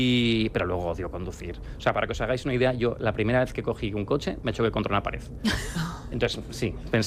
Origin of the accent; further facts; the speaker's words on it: Vitoria-Gasteiz, Basque Country, Spain; Sí, sí, yo soy de Vitoria.